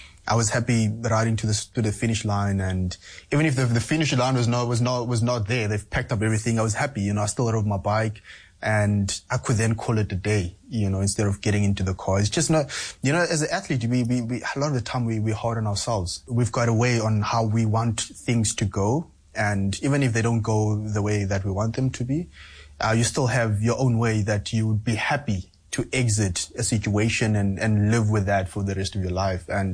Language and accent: English; Cape Town, Western Cape, South Africa; Growing up in Capricorn, you start to realize that you only leave the township like probably once a year